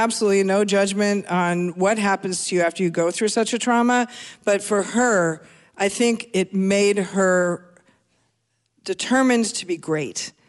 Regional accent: Seattle, Washington, United States; given just my age when I grew up in Seattle.

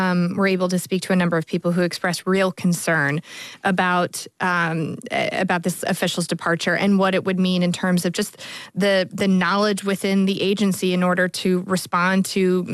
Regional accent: North Carolina, United States; I'm from North Carolina. We are deeply familiar with the intensity and ferocity in which these storms can roll in.

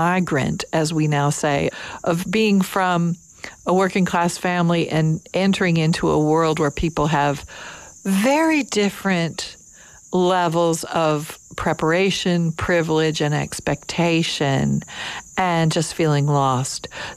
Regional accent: Kentucky, United States; now in Lexington, United States; Lexington was an hour and a world away from where I grew up in Kentucky, but I managed, once I could drive, to find teachers

